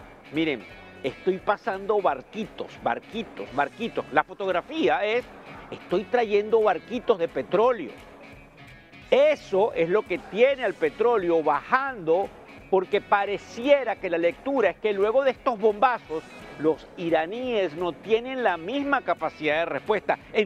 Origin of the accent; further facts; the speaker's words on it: Venezuela; now in United States; donde yo soy mitad americano y mitad venezolano. Y les explico por qué.